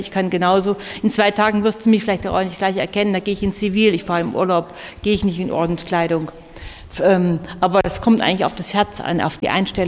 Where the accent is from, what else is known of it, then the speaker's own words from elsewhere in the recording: Nordhausen, Thuringia, Germany; Ich habe noch 3 Brüder und ich bin in Nordhausen groß geworden, hier in Thüringen, am Fuße des Harzes. Meine Eltern waren katholisch.